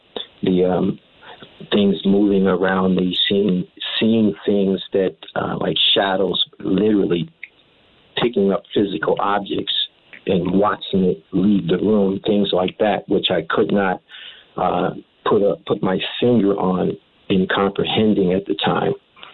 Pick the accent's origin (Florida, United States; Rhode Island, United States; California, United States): Rhode Island, United States; because I'm primarily from Rhode Island